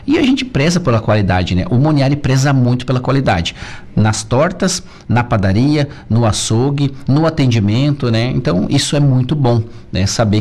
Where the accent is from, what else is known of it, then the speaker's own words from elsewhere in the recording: South Region, Brazil; Nós somos do Sul, né? Não dá pra rebaixar assim.